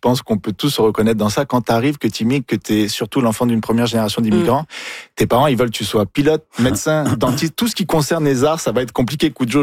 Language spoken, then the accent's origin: French; Niger; born there; moved away; j'ai un peu ce rapport-là avec mon pays d'origine, le pays où je suis né, le Niger. Mm-hmm. J'ai quitté, j'avais 16 ans